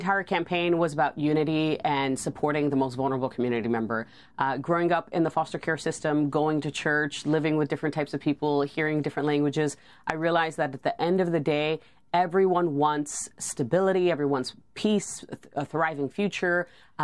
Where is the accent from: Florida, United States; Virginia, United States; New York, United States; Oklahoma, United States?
New York, United States; I'm an American through and through, born in New York, raised by Uncle Sam in the foster care system. And as an Afghan American, someone who is proud of my culture and heritage